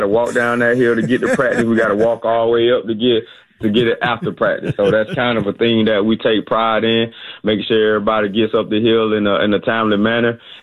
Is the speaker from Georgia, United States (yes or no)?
yes; Atlanta, Georgia, United States; I grew up in the neighborhood. Mm-hmm. So I grew up in the Southwest Atlanta area. I actually grew up in walking distance from Mays, but we were on the other side of railroad track, so we had to go to another high school.